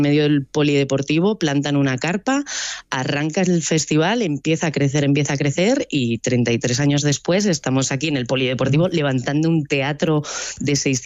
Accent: Araia, Basque Country, Spain; Entonces yo estoy encantada con las propuestas que puedo acercar a Araya, que además es mi pueblo.

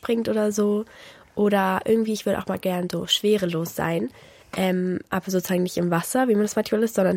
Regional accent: Munich, Bavaria, Germany; ich komme aus München.

